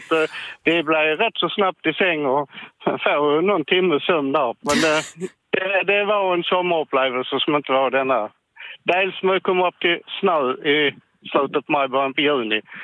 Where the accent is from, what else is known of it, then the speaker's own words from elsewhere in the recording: Skåne, Sweden; Nej, jag är skåning. Jag har bott nära på Österlän hela mitt liv, så jag är jätteskåning.